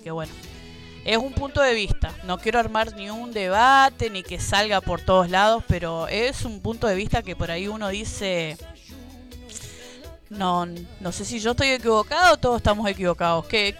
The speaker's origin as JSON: {"language": "Spanish", "country": "Argentina", "said": "Somos argentinos, hemos pasado por los peores momentos"}